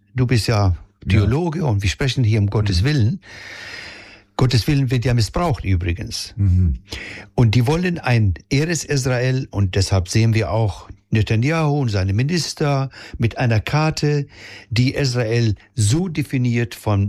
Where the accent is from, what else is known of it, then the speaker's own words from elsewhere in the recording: Palestine; now in Germany; als Palästinenser